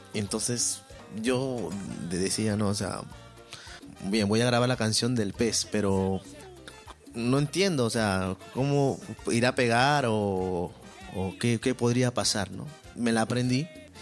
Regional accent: Callao, Peru; Recién, porque yo no soy norteño, soy

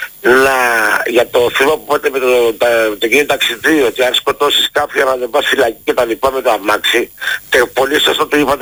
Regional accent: Greece; όταν ήμουν μικρός εδώ στον Ελαιώνα

